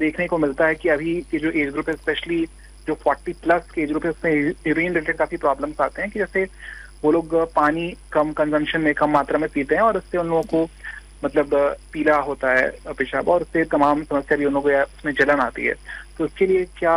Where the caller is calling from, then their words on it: Jamshedpur, Jharkhand, India; मैं जमशेदपुर से बोल रहा हूँ।